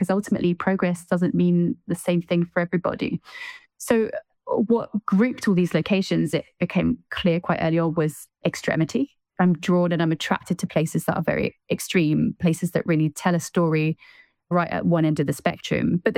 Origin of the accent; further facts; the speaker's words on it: Glenrothes, Scotland, United Kingdom; that felt very clearly like it had to be Glenrothes, my hometown, where this all began.